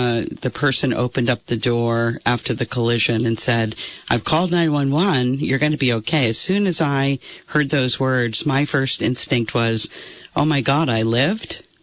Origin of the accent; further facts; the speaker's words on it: Fairfax, Virginia, United States; also born or lived in Haverhill, Massachusetts; growing up in Fairfax was a wonderful experience for me because, you know, my father packed us up in the VW bus. He lived in Massachusetts. I was actually born in Massachusetts. So I was 3 years old when we came here.